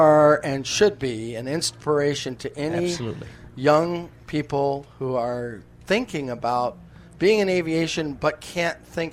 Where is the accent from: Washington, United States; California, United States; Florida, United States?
Washington, United States; Seattle; I'm from Seattle, so I don't have any kind of a drawl.